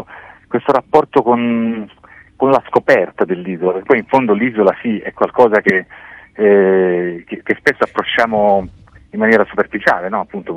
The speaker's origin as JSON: {"language": "Italian", "region": "Sicily", "country": "Italy", "moved": "yes", "lives_now": "Milan, Italy", "said": "io sono siciliano, vivo a Milano ormai da 36 anni, ma come dico sempre, Milano è la mia città, ma questa è la mia terra"}